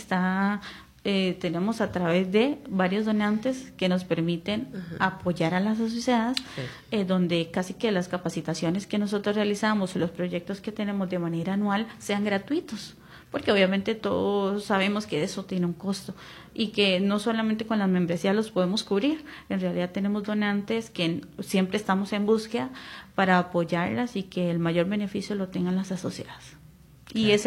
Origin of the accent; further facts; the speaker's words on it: Venezuela; moved away as an adult; now in Costa Rica; yo soy venezolana, llegué hace 8 años